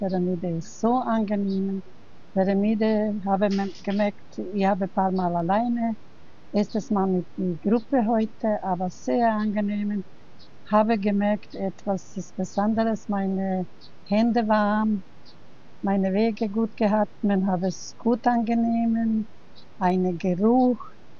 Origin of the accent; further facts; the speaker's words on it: Bosnia & Herzegovina; German is a second language; now in Austria; ich komme aus Bosnien-Herzegowina, ich wohne in Beklabruk.